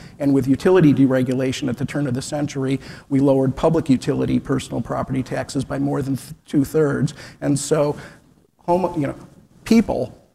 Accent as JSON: {"language": "English", "town": "Cleveland Heights", "region": "Ohio", "country": "United States", "tie": "born or raised there", "said": "I grew up in Cleveland Heights."}